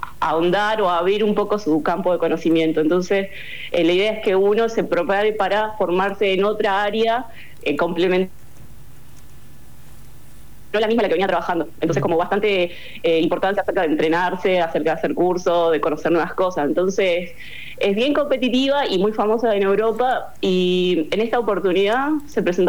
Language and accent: Spanish; Jujuy, Argentina; moved away as an adult; also born or lived in Córdoba / Tucumán / Chile / Germany; yo vengo de Jujuy